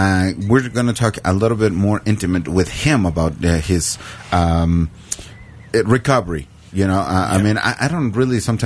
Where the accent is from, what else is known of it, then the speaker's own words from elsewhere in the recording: Mexico City, Mexico; I'm from the city. I'm from Mexico City.